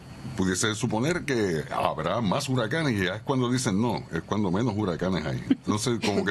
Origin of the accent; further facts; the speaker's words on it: Puerto Rico; Puerto Rico tiene la característica de tener agua, mucha agua, para ser un territorio en el tamaño que tenemos